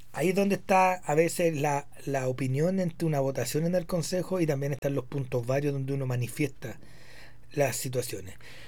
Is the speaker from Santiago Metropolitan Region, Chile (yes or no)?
no; Parral, Maule, Chile; born there; Yo nací en Parral, no, ojo, nada, tengo nada en contra de Parral.